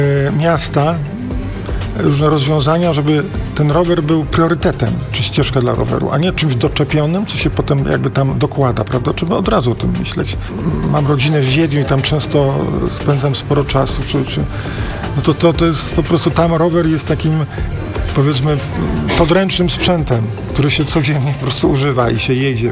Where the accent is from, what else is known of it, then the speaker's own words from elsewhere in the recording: Lower Silesian Voivodeship, Poland; A u nas w Górach Izerskich jest pod tym względem idealnie.